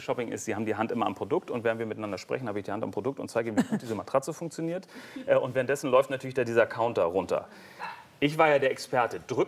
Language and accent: German; Hamburg, Germany; born there; also born or lived in Westphalia; ich bin in Hamburg aufgewachsen und habe mich viel rumgetrieben in der Schulzeit.